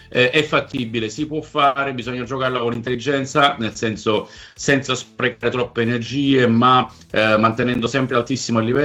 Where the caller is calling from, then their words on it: Lanciano, Abruzzo, Italy; un ragazzo di Lanciano, il nome è … vengo da Lanciano, sono un grandissimo tifoso juventino